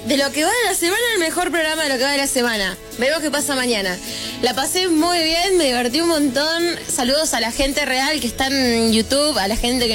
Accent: Argentina; somos argentinos

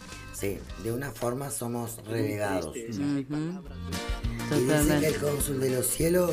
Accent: Argentina; now in Uruguay; soy argentina, no soy acá.

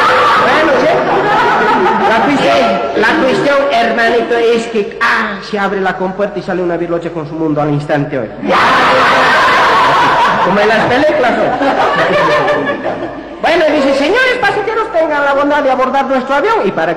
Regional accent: Bolivia

